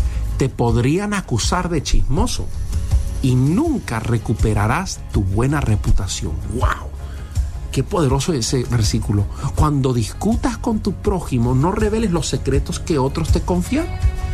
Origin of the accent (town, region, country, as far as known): Argentina